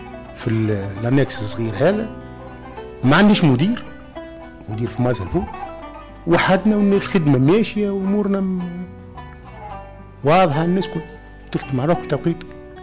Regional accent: Bizerte Governorate, Tunisia; مدرسة النشماء في جميم في مسقط رأسي

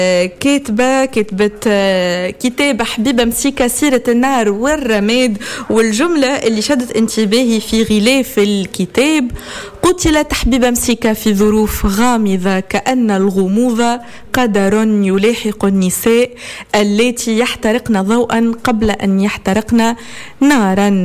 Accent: Tunisia; الذاكرة التونسية متاعنا

